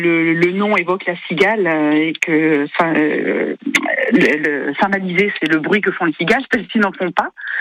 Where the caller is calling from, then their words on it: Poulx, Occitanie, France; De Pouls.